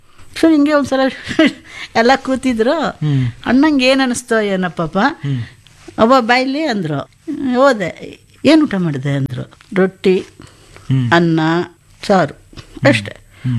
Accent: Bangalore, Karnataka, India; moved away; also born or lived in Chennai; ನಾವು ಬ್ಯಾಂಗ್ಳೂರ್ನವರೇ ಸರ್. ನಮ್ಮ ಅಮ್ಮ ಕಣ್ಣೂರು, ಚಕ್ಕೂರ್ ಹತ್ರ ಕಣ್ಣೂರ್ ಅಂತ ಹಳ್ಳಿ ಅಂತೆ, ಗೊತ್ತಿಲ್ಲ ಅದು. ನಮ್ಮ ಅಪ್ಪಾಜಿ ಚಿಕ್ಕಮಂಗ್ಳೂರು.

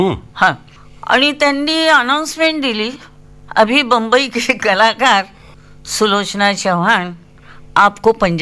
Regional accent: Maharashtra, India; पण कोणाला हे माहिती नव्हतं की मी एक महाराष्ट्रीयन आहे, ते मला मद्रासीच समजायचे.

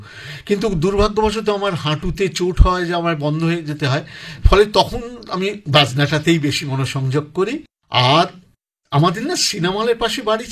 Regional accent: Kolkata, West Bengal, India; born or raised there

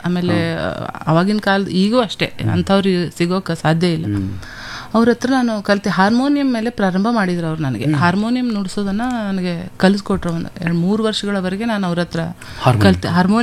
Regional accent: Jamakhandi, Karnataka, India; now in Dharwad, India; ನಾವು ಮೂಲತಃ ಜಮಖಂಡಿಯಿಂದ ಧಾರವಾಡಕ್ಕೆ ಬಂದಿದ್ವಿ. ಜಮಖಂಡಿ ಸಂಸ್ಥಾನ, ಪಟವರ್ಧನ್ ಸಂಸ್ಥಾನ ಇತ್ತು ಅಲ್ಲಿ, ಅಲ್ಲಿ ಬಂದು ಅಲ್ಲಿಂದ ನಾವು ಧಾರವಾಡಕ್ಕೆ ಬಂದ್ವಿ. ಯಾಕಂದ್ರೆ ನಮ್ಮ ತಂದೆ ಕೆಲಸದ ನಿಮಿತ್ತ ನಾವು ಧಾರವಾಡಕ್ಕೆ ಬಂದ್ವಿ.

